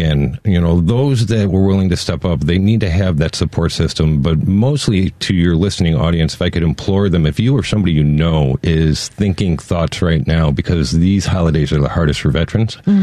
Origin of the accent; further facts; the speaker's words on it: Crystal Lake, Illinois, United States; I am from Crystal Lake.